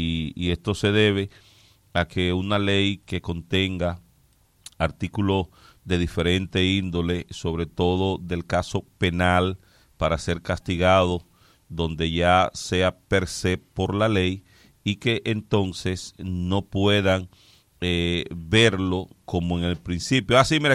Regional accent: Dominican Republic; como los dominicanos queremos

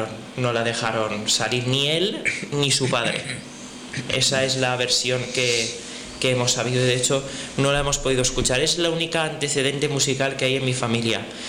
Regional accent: Valencian Community, Spain; born there; mi pueblo porque yo nací allí

